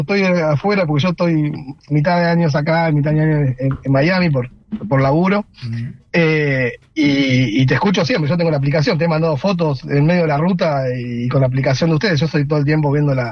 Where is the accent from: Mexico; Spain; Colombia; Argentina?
Argentina; Hurlingham, Buenos Aires Province; Vos sos de Zona Oeste, yo también, yo soy de Burlingame.